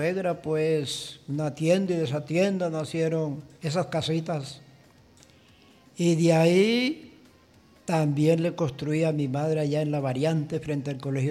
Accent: El Carmen de Bolívar, Bolívar, Colombia; moved away as an adult; also born or lived in Sincelejo / Barranquilla / Bogotá; now in Fusagasugá, Colombia; Desde que nací. Estoy viviendo por ahí aquí en mi tierra. Por ahí, cuando llegó esta última violencia que sufrió nuestra Colombia, me trasladé a Sincelejo.

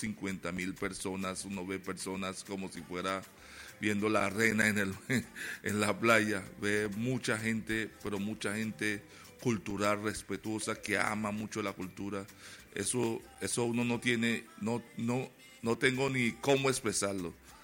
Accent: San Andrés, Providencia and Santa Catalina, Colombia; de aquí, de San Andrés y Providencia

